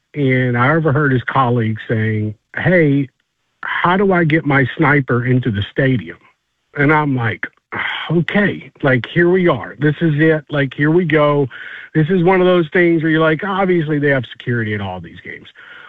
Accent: Mobile, Alabama, United States; And I'm from Mobile, Alabama, so I'm surprised that, I mean, chicken on a stick. I mean, come on, that's a Sunday afternoon after church type of thing down in Mobile.

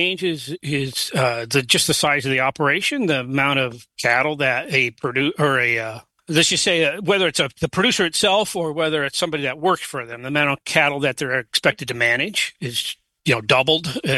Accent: Nebraska, United States; So I grew up in Western Nebraska on a cattle and wheat farm.

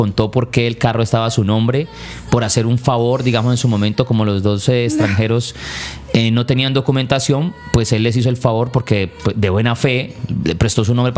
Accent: Cali, Valle del Cauca, Colombia; nosotros somos de la Comuna 20.

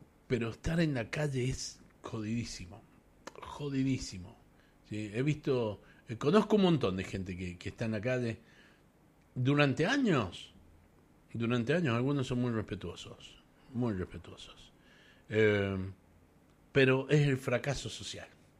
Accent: Mendoza, Argentina

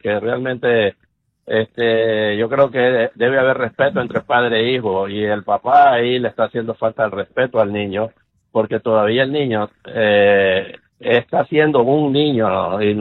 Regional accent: Nicaragua; Ya, entonces, de Nicaragua.

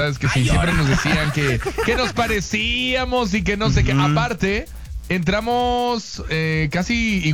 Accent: Cuernavaca, Morelos, Mexico; que también soy de Cuernavaca.

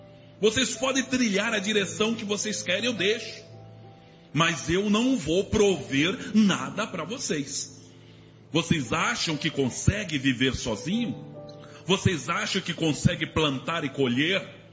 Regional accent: Bahia, Brazil; Eu sou lá do interior da Bahia. E eu morei a 200, não dá nem 500 metros da praia.

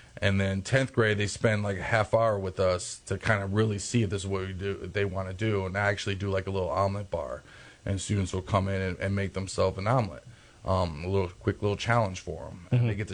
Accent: Jackson, Michigan, United States; now in Detroit, United States; I went to Jackson College for Culinary Arts and graduated from there. Currently at Henry Ford in Detroit right now, trying to work on my four-year degree, but finish that out. But I've been born and raised in J

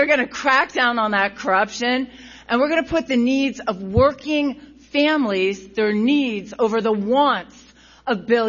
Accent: Youngstown, Ohio, United States; Growing up in Youngstown, I learned what it was like to feel invisible.

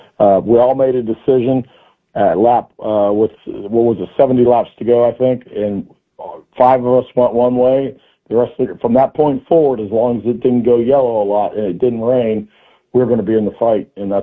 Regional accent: Columbus, Ohio, United States; I'm still from where I was born in Columbus, the east side of Columbus, Ohio, so 3 hours directly east from here, very similar to this town, very similar in the fact that we all seem to have to work for a living here no matter what, very Midwest

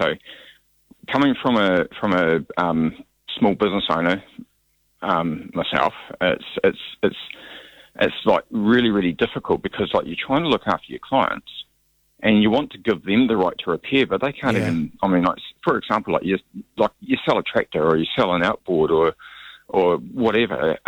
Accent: Stewart Island, Southland, New Zealand; I'm from Stewart Island.

